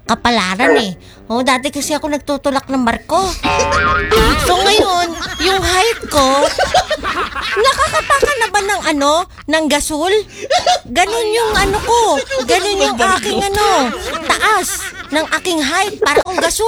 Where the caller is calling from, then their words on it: Manila, Metro Manila, Philippines; malapit lang yan sa akin. Tondo lang ako.